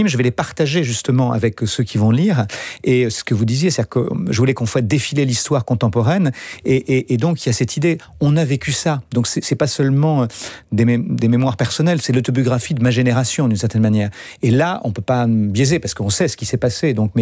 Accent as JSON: {"language": "French", "country": "France", "said": "J'ai 11 ans quand … meurt. Et tout d'un coup, tout s'est arrêté chez nous en France."}